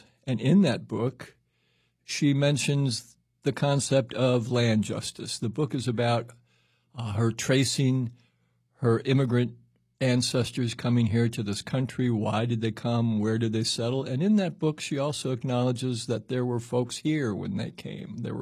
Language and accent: English; Greenville, Mississippi, United States; born there; I was born in Greenville, Mississippi. The Choctaw were native to the Mississippi Delta.